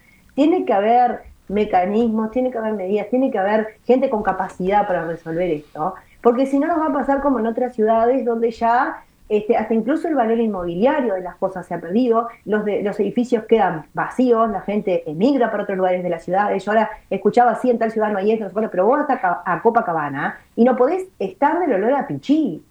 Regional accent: Uruguay

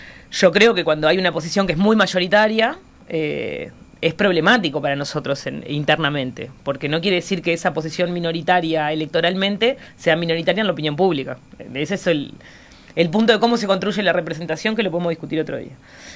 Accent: Uruguay; Siento que este es mi gobierno, no solo porque soy uruguaya

